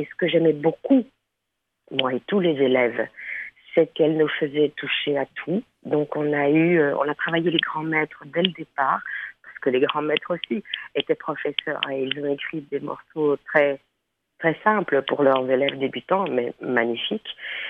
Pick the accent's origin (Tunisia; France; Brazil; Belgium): Belgium; Brussels, Brussels-Capital Region; moved away as an adult; now in Thessaloniki, Greece; moi, je suis bruxelloise. Je suis née et j'ai grandi et j'ai vécu à Bruxelles jusqu'à mes quoi, 23-24. Et je suis la troisième génération à Bruxelles. C'est la mère de ma mère qui y est allée.